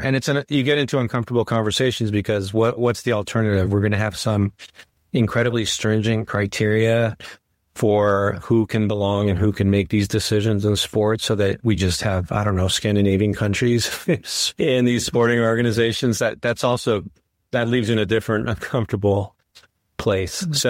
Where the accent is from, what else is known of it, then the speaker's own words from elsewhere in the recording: Mexico; I mean, I'm very American in many ways and very Mexican in many ways. And there are many, perhaps, ways in which I'm more American than Mexican. But when it comes to football, I still, root for Mexico. It's kind of where I started.